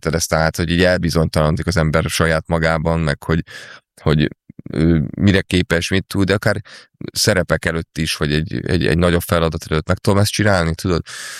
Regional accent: Pécs, Baranya, Hungary; moved away as an adult; now in Budapest, Hungary; ahol jártunk Pécsen iskolában, általános iskolában

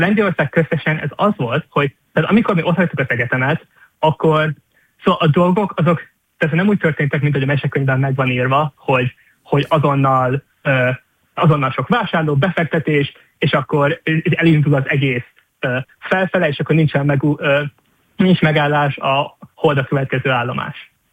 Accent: Szentes, Csongrád-Csanád, Hungary; hiszen én Szentesről vagyok. Ez egy kis alföldi település, ahol az ember nyilván nem hall startupokról, meg ilyesmi dolgokról.

